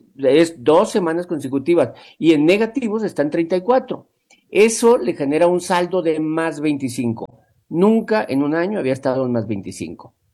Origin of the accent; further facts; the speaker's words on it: Culiacán, Sinaloa, Mexico; Vamos, sí, yo soy de Culiacán.